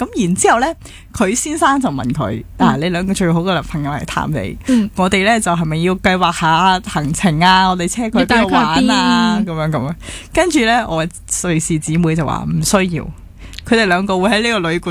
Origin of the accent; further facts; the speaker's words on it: Hong Kong; 咁作为香港人，我系想象唔到。